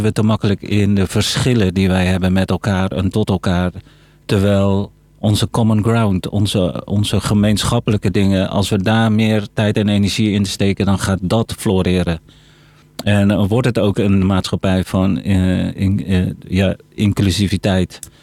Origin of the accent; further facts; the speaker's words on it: Netherlands; born there; Dutch is a second language; dat is echt geboren en getogen in de Molukse gemeenschap. En ik sprak pas Nederlands vanaf mijn zesde. Ik heb me jarenlang niet verbonden gevoeld met dit land.